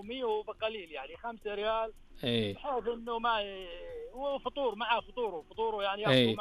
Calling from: Mecca, Makkah Province, Saudi Arabia; من مكة المكرمة.

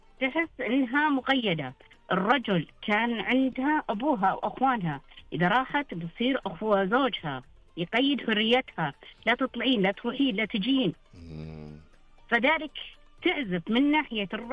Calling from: Al Majma'ah, Riyadh Province, Saudi Arabia; من المجمعه.

